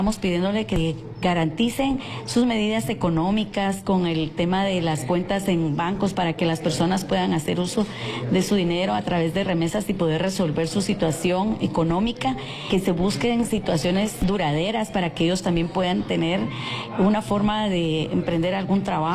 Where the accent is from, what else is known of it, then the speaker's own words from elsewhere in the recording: Guatemala; para nosotros como guatemaltecos